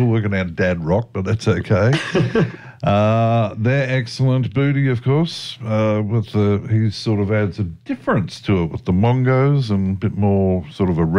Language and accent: English; Sydney, New South Wales, Australia; I mean, obviously I'm older than you, and I came from Sydney initially.